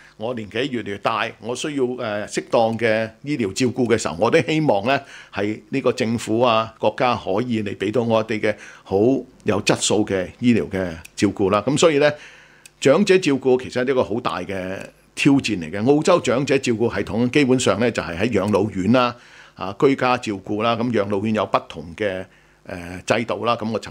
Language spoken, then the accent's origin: Cantonese; China; 我哋中國人或者甚至有啲嘅民族，好似意大利啊、希臘啊嚇